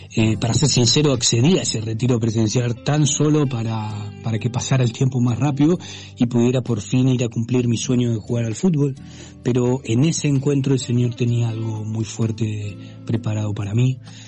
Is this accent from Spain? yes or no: no; Argentina; soy argentino.